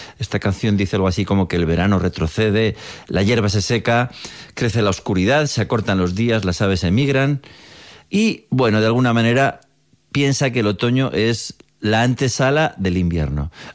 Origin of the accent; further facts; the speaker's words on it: Burgos, Castile and León, Spain; perdonad mi acento porque yo soy de Burgos